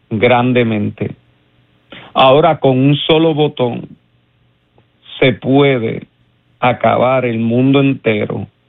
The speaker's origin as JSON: {"language": "Spanish", "country": "Puerto Rico", "said": "nosotros como puertorriqueños."}